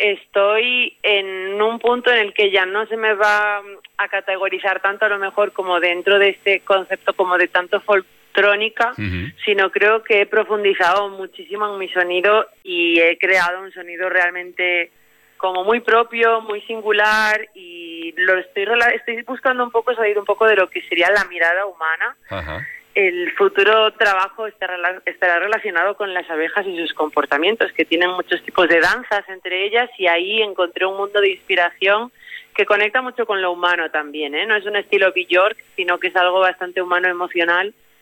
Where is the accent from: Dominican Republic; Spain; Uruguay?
Spain; Galicia; Me crié en la zona de mar, soy de la Ría de Arousa, y al final me crié viendo el mar, me crié mirando las mariscadoras, y de alguna manera, aunque ahora ya no vivo cerca del mar